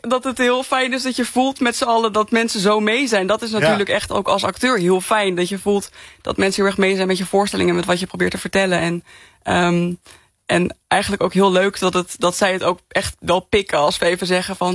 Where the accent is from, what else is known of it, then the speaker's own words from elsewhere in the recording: Arnhem, Gelderland, Netherlands; Ik kom zelf uit Arnhem. Ik heb wel familie ook in Twente